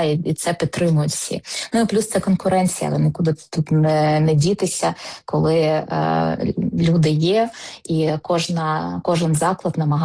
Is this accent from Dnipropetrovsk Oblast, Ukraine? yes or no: yes; Dnipro, Dnipropetrovsk Oblast, Ukraine; з присвятою до Дніпра. Це моє рідне місто